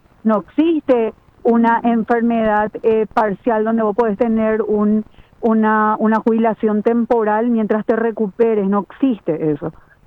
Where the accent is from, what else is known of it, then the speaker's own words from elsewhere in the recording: Paraguay; ¿Qué queremos nosotros como paraguayos?